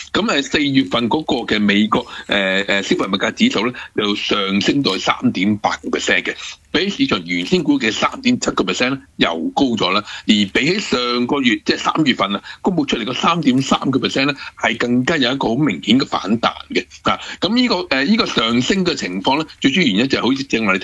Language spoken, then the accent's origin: Cantonese; Hong Kong; 我香港人